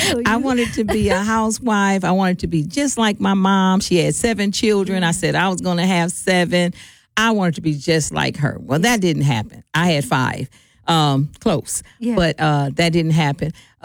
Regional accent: Milwaukee, Wisconsin, United States; Okay, well, I grew up in the city of Milwaukee, born and raised. Yeah. Been here all my life, I actually grew up on 18th and Locust.

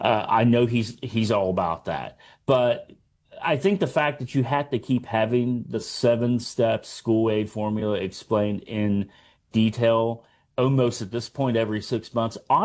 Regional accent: Pleasants County, West Virginia, United States; I'm from Pleasants County, of course, as is Dave here.

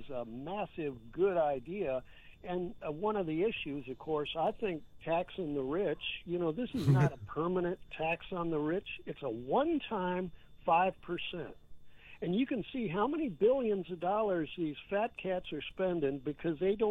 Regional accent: San Francisco, California, United States; also born or lived in Grand Junction, Colorado; I'm the guy from San Francisco, and we've got any number of different organizations.

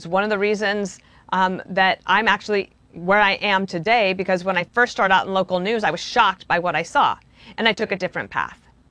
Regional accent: New York, United States; as a New Yorker, I will tell you

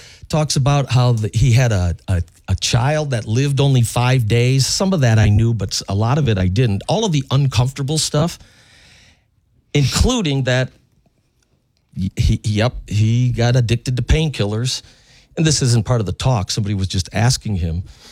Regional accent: United States; we're from the Quad Cities.

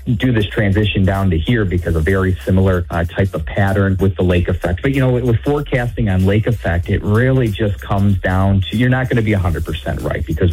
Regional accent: Howell, Michigan, United States; born there; moved away as an adult; now in West Michigan, United States

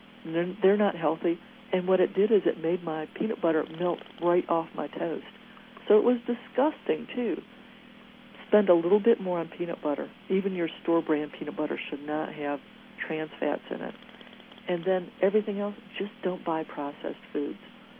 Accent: Michigan, United States; moved away; I'm from Michigan originally, and I grew up completely without any hot peppers.

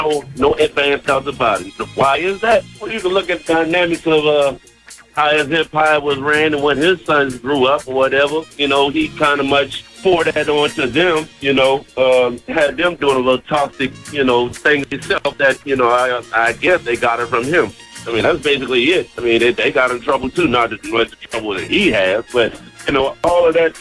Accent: Charlotte, North Carolina, United States; By the way … from Charlotte, North Carolina

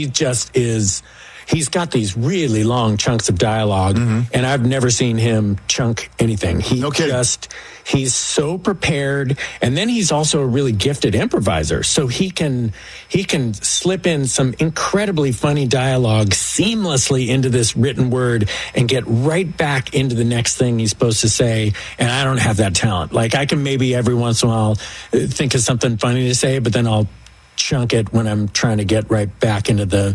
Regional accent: Oakland, California, United States; born there; I was born in Oakland.

